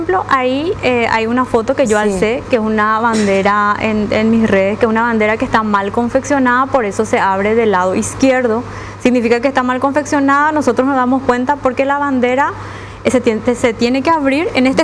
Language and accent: Spanish; Paraguay; generalmente en Paraguay nosotros, como hablamos castellano